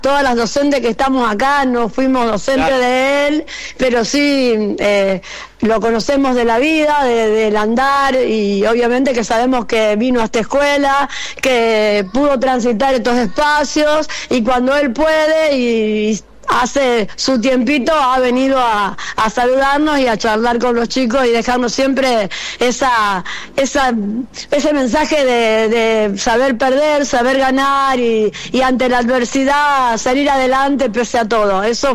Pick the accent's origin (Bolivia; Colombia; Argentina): Argentina; Pujato, Santa Fe; que somos de Pujato y estamos orgullosos de él